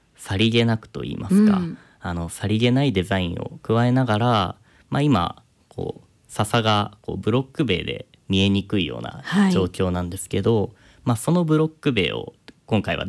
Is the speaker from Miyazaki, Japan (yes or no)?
no; Tatebayashi, Gunma, Japan; 振り返ってみると僕の出身群馬県館林、